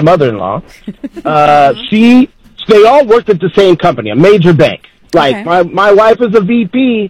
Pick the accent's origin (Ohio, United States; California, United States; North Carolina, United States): California, United States; now in Alhambra, United States; I'm a kid that grew up in California, Northern California, Bay Area.